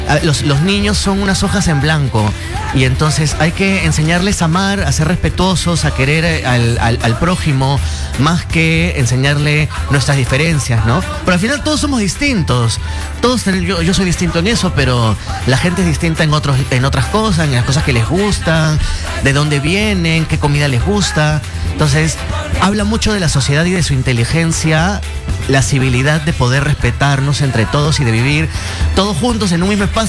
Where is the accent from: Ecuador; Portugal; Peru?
Peru; Y la confianza es lo que yo creo que nos falta como peruanos